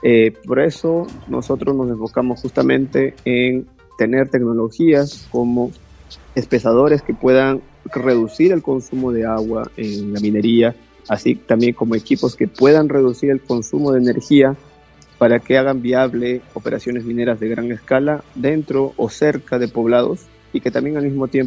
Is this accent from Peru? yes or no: yes; Peru; nosotros como peruanos